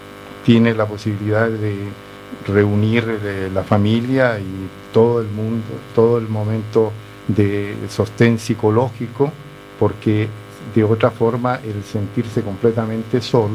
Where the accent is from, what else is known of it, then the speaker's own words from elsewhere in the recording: Chile; moved away as an adult; now in Italy; Sí, yo llegué a Italia solo. O sea, yo salí de Chile a través de la embajada italiana en Santiago.